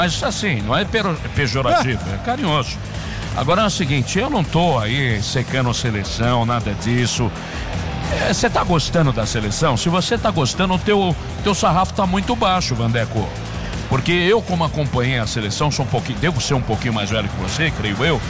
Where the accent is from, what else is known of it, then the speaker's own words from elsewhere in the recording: Brazil; Nós somos brasileiros